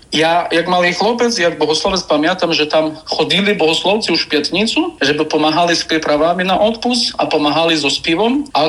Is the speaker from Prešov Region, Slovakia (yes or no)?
yes; Piskorovce, Prešov Region, Slovakia; Z Piskorovec nepochádzalo veľa významných ľudí, no ja by povedal, že okrom toho, že od nás pochádzajú i dvoje sviaščeníci, prakticky susede, jedným bol už nebohý otec Mikuláš Čečko